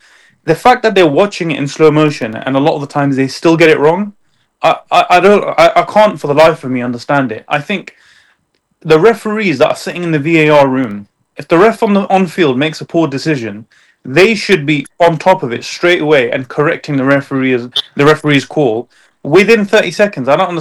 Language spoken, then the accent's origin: English; United Kingdom